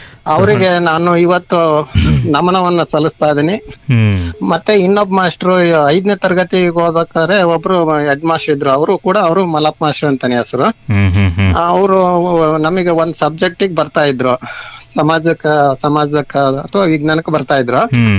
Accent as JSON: {"language": "Kannada", "area": "Rameshwara", "region": "Karnataka", "country": "India", "tie": "born or raised there", "moved": "yes", "lives_now": "Krishinagar, Shivamogga, India", "said": "ನಮ್ಮೂರ್ನಲ್ಲಿ ನಾವು ಓದ್ಬೇಕಾದ್ರೆ ರಾಮೇಶ್ವರದಲ್ಲಿ"}